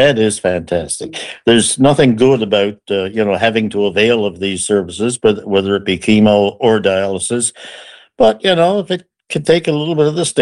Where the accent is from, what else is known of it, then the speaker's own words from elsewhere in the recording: Newfoundland and Labrador, Canada; that's part of being a Newfoundlander.